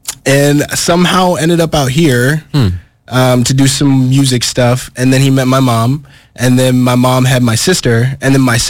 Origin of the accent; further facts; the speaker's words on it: Little Canada, Minnesota, United States; I grew up in Little Canada. But yeah, I'm from here.